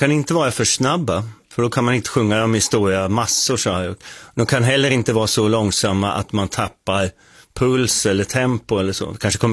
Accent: Åtvidaberg, Östergötland, Sweden; Jag är från Åtvidaberg, så jag är från Götaland.

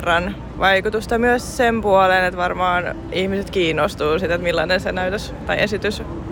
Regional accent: Espoo, Uusimaa, Finland; mä oon Espoosta ja 21 vuotta.

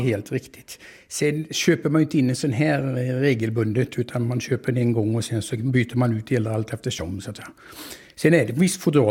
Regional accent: Skövde, Västra Götaland County, Sweden; Jag är uppvuxen i Skövde, mitt ute på slätten.

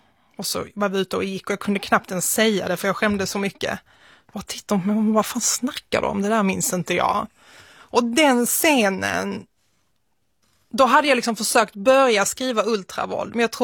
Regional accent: Malmö, Skåne, Sweden; also born or lived in Nötesjö; Utanför Svedala, som heter Nötesjö, en liten by. Och sen så flyttade jag in till Malmö när jag var 5 år gammal ungefär. Men de mina första år i livet växte jag upp där ute.

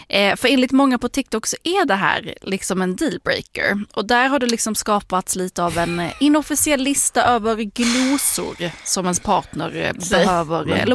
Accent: Switzerland; Mitt hemland.

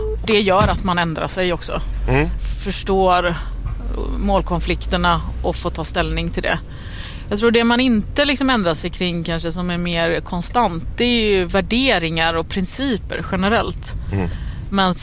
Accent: Gothenburg, Västra Götaland County, Sweden; accent: Gothenburg; Jag har fått höra det av andra, alltså att min göteborgska är

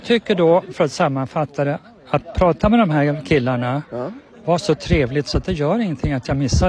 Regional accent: Jämtland County, Sweden; born there; moved away; mina hemtrakter uppe i Jämtland.

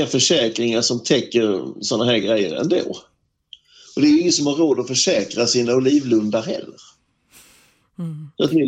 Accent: Sweden; now in Serradilla, Spain; nu är jag hemma i Sverige för tillfället, men jag snackar ju med mina grannar där i Serradilla minst en gång om dagen, gärna 2.

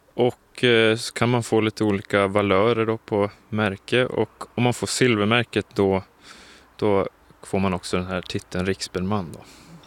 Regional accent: Österbillsjö, Västernorrland County, Sweden; Österbillsjö där jag kommer ifrån.

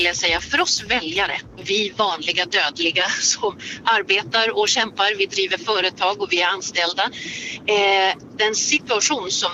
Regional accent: Norrland, Sweden; Centerpartiet, jag är uppvuxen uppe i Norrland.

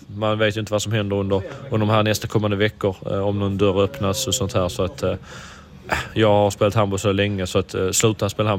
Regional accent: Sweden; moved away as an adult; att äntligen kanske få bo hemma i Sverige

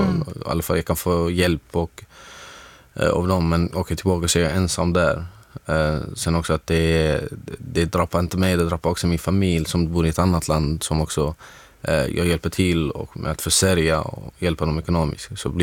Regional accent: Syria; now in Sweden; det här baseras på hur situationen är i mitt hemland i Syrien.

